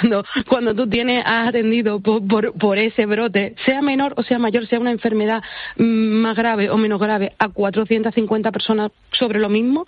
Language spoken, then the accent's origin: Spanish; Spain